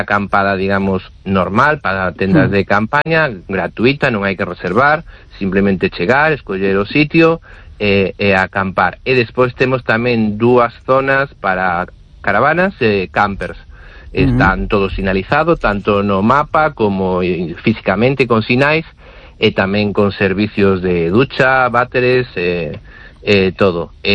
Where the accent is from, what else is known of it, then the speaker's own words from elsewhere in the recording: Zas, Galicia, Spain; Non temos que dicirle, mira, que somos de Zas, montamos un festival, no.